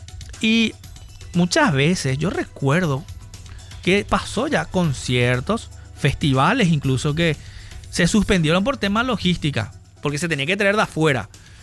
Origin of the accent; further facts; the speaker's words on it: Luque, Central, Paraguay; yo soy de Luque.